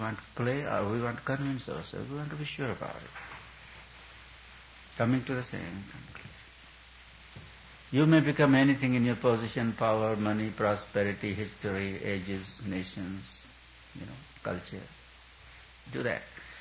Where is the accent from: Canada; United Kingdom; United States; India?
India; English is a second language; moved away; I come from India, I don't know English.